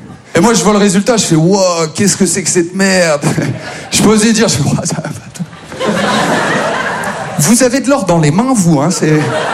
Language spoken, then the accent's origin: French; Maubeuge, Hauts-de-France, France; now in Paris, France; Non, Maubeuge, c'est une petite ville dans leur Pas-de-Calais, maintenant tout va bien, j'habite à Paris. Et j'ai des potes de Maubeuge